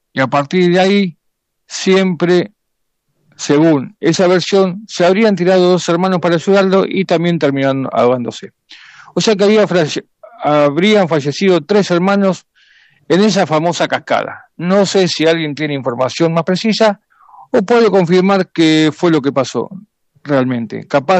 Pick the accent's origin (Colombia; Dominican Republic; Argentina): Argentina; Santiago del Estero; now in Buenos Aires, Argentina; nací y me crié en Santiago del Estero